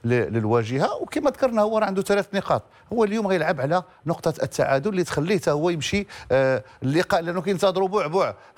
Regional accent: Morocco; فقلت لهم أنا من المغرب،

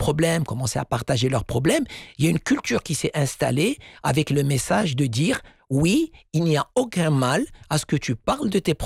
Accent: Morocco; Un exemple chez nous au Maroc

